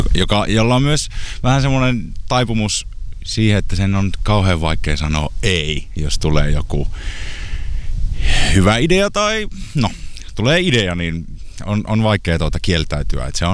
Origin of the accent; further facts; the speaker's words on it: North Savo, Finland; moved away; saa Savossa tehdä niin kuin kotopuolessa tämmöistä niin kuin työtä